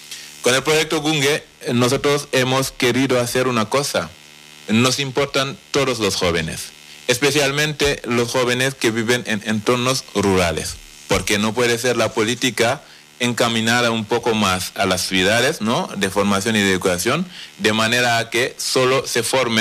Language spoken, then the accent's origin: Spanish; Senegal